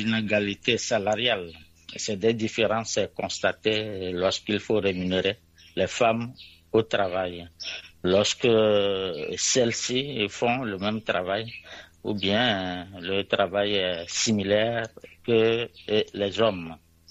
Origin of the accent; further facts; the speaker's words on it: Togo; chez nous, au Togo